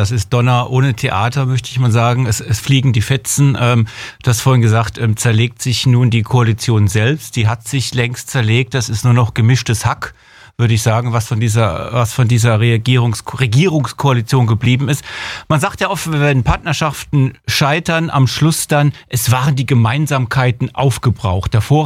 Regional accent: Rhineland-Palatinate, Germany; wir sind ja beide Pfälzer

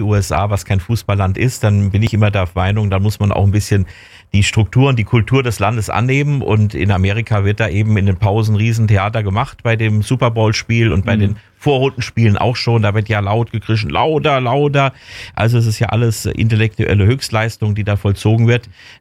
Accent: Germany; Und natürlich als Deutsche haben wir versprochen

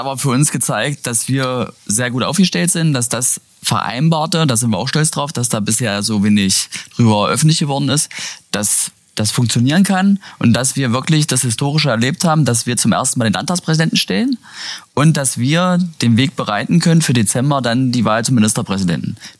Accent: Saxony-Anhalt, Germany; Auf kommunaler Ebene, auf Kreisebene gibt es keine Brandmauer bei uns in Sachsen-Anhalt. Ich komme aus dem Salzlandkreis. Aus der Stadt, aus der ich komme, hatten wir 54%.

